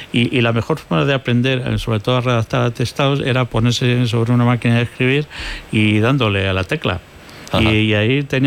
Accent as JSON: {"language": "Spanish", "town": "Alcázar de San Juan", "region": "Castilla-La Mancha", "country": "Spain"}